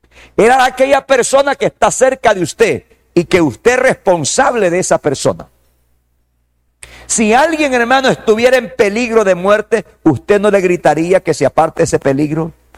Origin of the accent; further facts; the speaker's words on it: El Salvador; la gente que está perdida en este país es mi gente, es mi pueblo